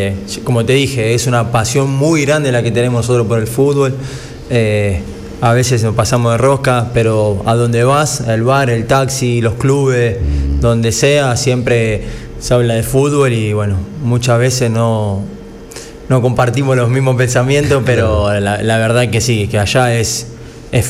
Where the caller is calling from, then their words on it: Rosario, Santa Fe, Argentina; Estamos a 300 kilómetros por autopista de Buenos Aires.